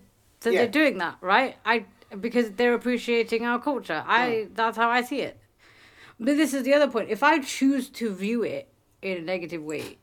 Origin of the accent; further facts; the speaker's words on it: United Kingdom; we make this whole thing as British Asians